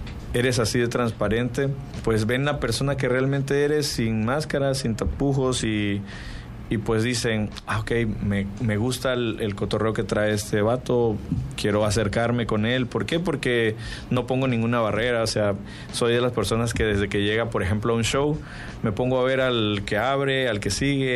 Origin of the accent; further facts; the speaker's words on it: Tacotalpa, Tabasco, Mexico; Soy de Tacotalpa, Tabasco, y la verdad lo digo siempre con mucho orgullo porque difícilmente te encuentres músicos o artistas de por allá